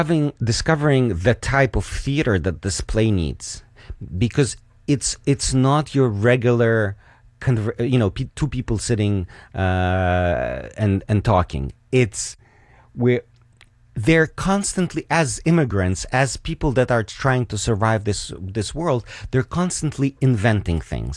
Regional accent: Ukraine; English is a second language; I'm from Ukraine originally

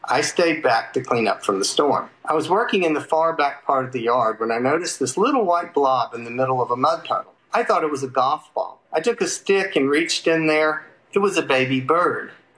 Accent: Houston, Texas, United States; I'm from Houston, Texas.

